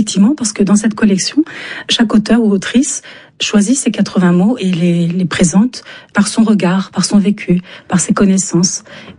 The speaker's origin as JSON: {"language": "French", "country": "France", "first_language": "Turkish", "second_language": "French", "said": "Pas intruse, mais quand j'allais en Turquie, je réalisais que j'étais française. Et quand je suis en France, on me montre que je ne suis pas tout à fait française parfois, ou combien je peux être turque."}